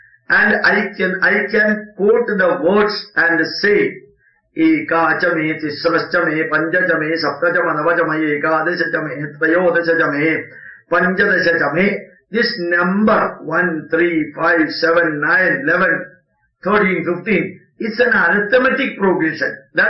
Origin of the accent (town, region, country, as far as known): India